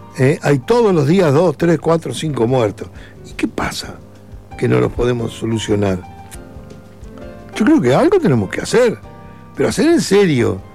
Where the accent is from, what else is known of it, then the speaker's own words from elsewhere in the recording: Uruguay; born there; moved away; ¿Tú no sos uruguayo? Sí.